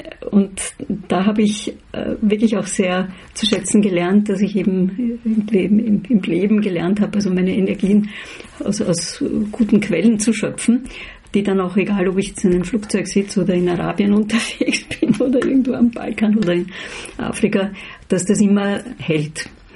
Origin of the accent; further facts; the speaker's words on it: Vienna, Austria; ich bin Wienerin und bin in Wien zu Hause und dort ist also absolut mein Lebensmittelpunkt immer gewesen und ist es auch weiterhin.